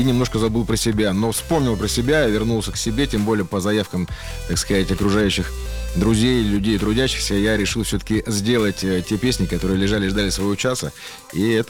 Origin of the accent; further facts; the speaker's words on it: Novosibirsk, Novosibirsk Oblast, Russia; moved away as an adult; also born or lived in Moscow; now in Novosibirsk, Russia; я вернулся в родной город Новосибирск